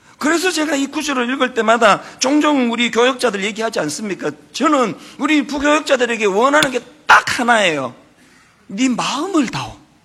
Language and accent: Korean; Gyeongsang, South Korea; 저는 경상도에서 태어났거든요. 딱 나서 보니까 부모님이 그 지역에서 살고 계시더라고요. 그래서 저도 이제 경상도 사람인데요.